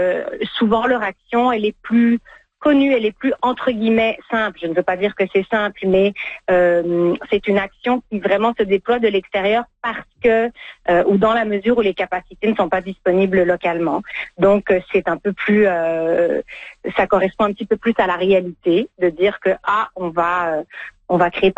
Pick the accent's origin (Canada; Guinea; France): Canada; des sinistres près de chez nous au Canada